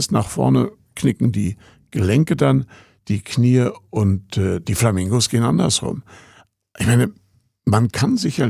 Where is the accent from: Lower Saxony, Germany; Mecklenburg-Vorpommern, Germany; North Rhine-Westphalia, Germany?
Mecklenburg-Vorpommern, Germany; Rostock; moved away as an adult; als Rostocker in Berlin, ich kannte zwar Berlin, auch den anderen Teil noch kurz, flüchtig, bevor die Mauer gebaut wurde